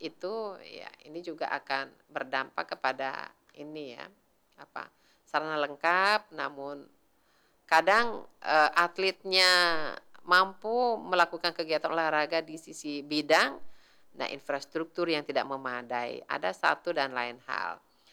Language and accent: Indonesian; Indonesia; Kalau seperti di kampung saya itu kegiatan olahraga yang menonjol itu ini ya, voli putra-putri.